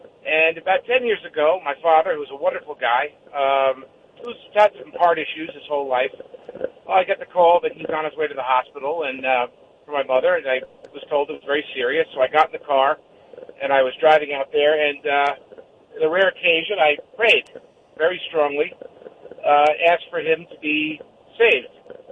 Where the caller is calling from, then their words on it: New York, United States; I'm calling from New York